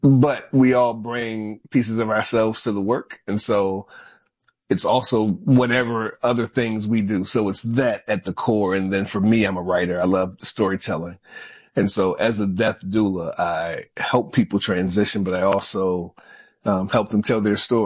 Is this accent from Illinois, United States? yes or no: no; Charlottesville, Virginia, United States; moved away as an adult; also born or lived in Daytona / New York / Los Angeles / South Africa; now in Chattahoochee National Forest, United States; Born and raised in Charlottesville, Virginia. Haven't lived there in a long time. Left at 18 and went to Daytona for college, but that will always be home. But I live not far away from here in the Chattahoochee National Forest